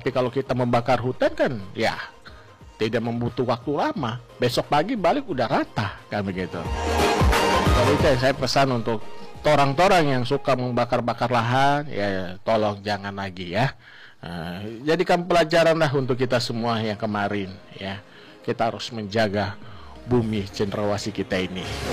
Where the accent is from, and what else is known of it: Papua, Indonesia